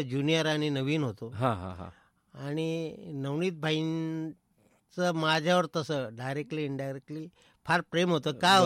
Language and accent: Marathi; Pune district, Maharashtra, India; moved away as an adult; now in Ahmednagar, India; मी proper Pune जिल्ह्यातला